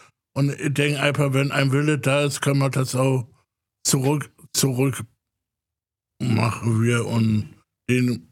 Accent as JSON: {"language": "German", "region": "Berlin", "country": "Germany", "tie": "born or raised there", "said": "Und ich bin auch in der Obernstraße aufgewachsen und habe das alles so miterlebt."}